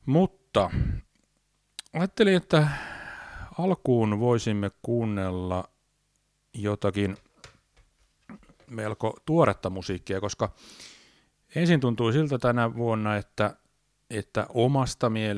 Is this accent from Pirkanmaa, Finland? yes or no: yes; Tampere, Pirkanmaa, Finland; minä mainitsisin aina, että olen Tampereelta, mutta en ole Tampereelta, vaan olen Lentävän Niemestä.